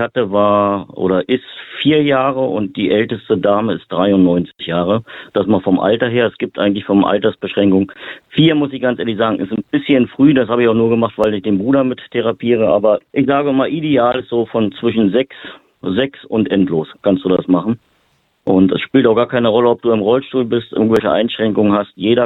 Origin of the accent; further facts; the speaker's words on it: Berlin, Germany; Ich komme aus Berlin